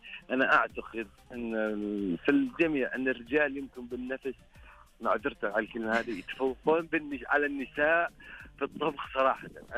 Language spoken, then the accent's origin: Arabic; Ha'il, Ha'il Province, Saudi Arabia; متواجدين عندنا في حائل